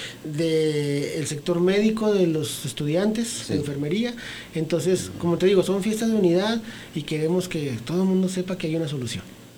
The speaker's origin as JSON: {"language": "Spanish", "town": "Ciudad Juárez", "region": "Chihuahua", "country": "Mexico", "said": "Yo soy de aquí de Ciudad Juárez."}